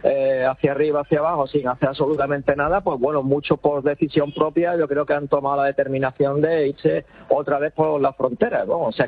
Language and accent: Spanish; Spain; entendemos que se nos ha abandonado como pueblo, como ciudad española que somos, ¿no?